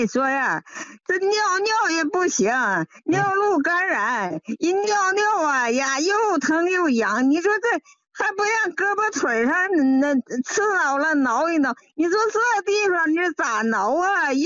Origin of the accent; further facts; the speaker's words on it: Shenyang, Liaoning, China; 我家是沈阳的。